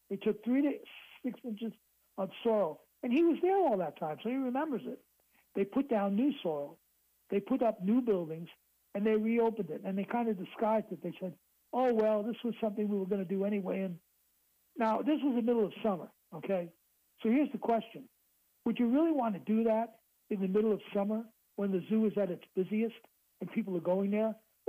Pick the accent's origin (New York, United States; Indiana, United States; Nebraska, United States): New York, United States; Queens; I am a native New Yorker. I was born in Queens.